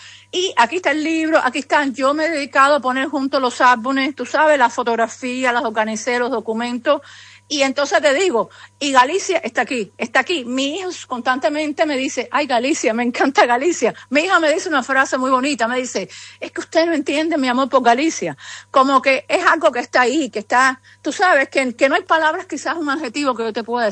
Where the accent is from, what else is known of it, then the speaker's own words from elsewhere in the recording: Cuba; accent: Cuban; now in Miami, United States; Ese sable lo vi creciendo en mi casa en Cuba.